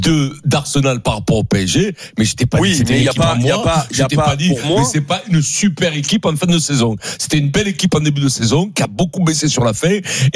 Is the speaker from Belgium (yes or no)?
no; Paris, Île-de-France, France; pas parce que je suis français, pas parce que je suis parisien